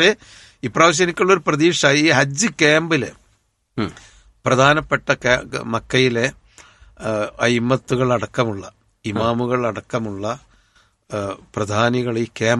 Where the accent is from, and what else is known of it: Kerala, India